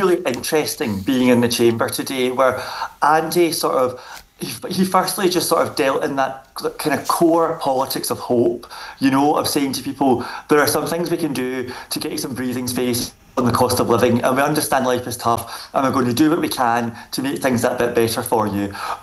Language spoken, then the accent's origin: English; Scotland, United Kingdom; I'm from Scotland